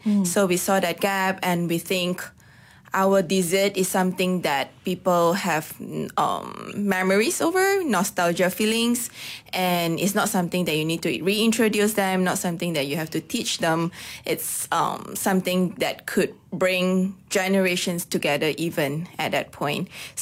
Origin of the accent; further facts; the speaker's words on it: Ipoh, Perak, Malaysia; moved away as an adult; now in Kuala Lumpur, Malaysia; because we are from Ipoh